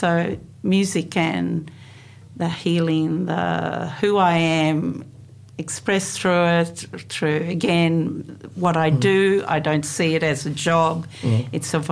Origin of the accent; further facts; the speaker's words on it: Sri Lanka; moved away; I was born in Sri Lanka. And and I'm the eldest girl of seven children. So things were really hard in my life, and growing up in a country where, you know, it's basically a third world country and a lot of poverty